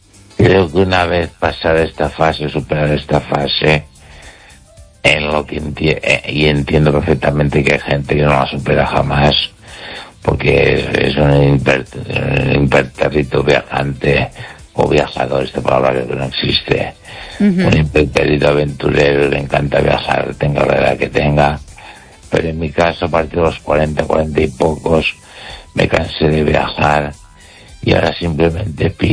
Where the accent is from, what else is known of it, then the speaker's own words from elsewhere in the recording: Catalonia, Spain; Spanish is a second language; Y ahora soy escritor español, catalán en expresiones que española.